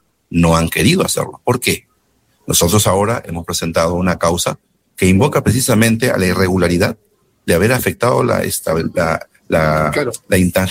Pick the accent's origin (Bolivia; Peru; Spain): Peru